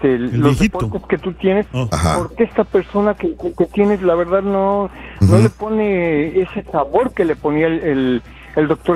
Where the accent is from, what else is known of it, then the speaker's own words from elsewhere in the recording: Mexico; now in United States; yo soy mexicano.